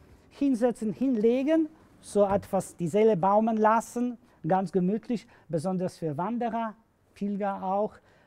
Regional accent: Poland; German is a second language; moved away as an adult; now in Kloster Bornhofen, Germany; Ich komme aus Polen.

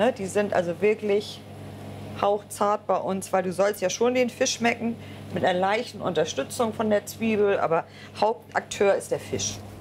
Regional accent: Scharbeutz, Schleswig-Holstein, Germany; Ich bin hier groß geworden in der Alkarte. Ich bin hier sogar geboren. Ich bin tatsächlich hier geboren, vor Ort, auch in diesem Haus. Also ja, und immer am Wasser gewesen.

